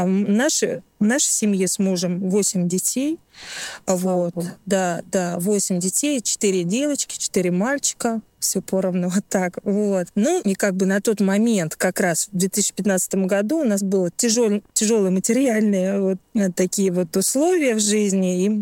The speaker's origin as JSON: {"language": "Russian", "town": "Krasny Kholm", "region": "Tver Oblast", "country": "Russia", "tie": "born there", "said": "Я родилась в Тверской области, город Красный Холм."}